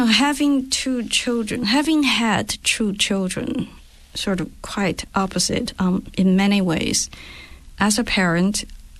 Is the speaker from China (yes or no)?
yes; China; So I grew up in China, and for instance, when I was little, all the adults would say, since you're a child, you have no right to decide who you want to be or what you want to do.